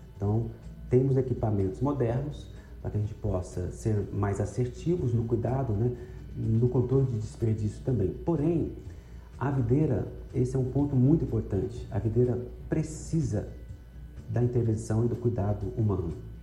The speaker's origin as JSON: {"language": "Portuguese", "town": "Catalão", "region": "Goiás", "country": "Brazil", "tie": "born there", "moved": "as an adult", "lives_now": "Brasília, Brazil", "said": "Eu nasci em Catalão, Goiás"}